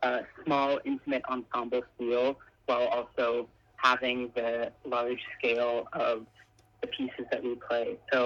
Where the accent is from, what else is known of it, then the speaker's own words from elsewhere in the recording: Ontario, Canada; moved away as an adult; now in Los Angeles, United States; Yeah, so I am a Canadian violinist. I live outside of Toronto, Canada.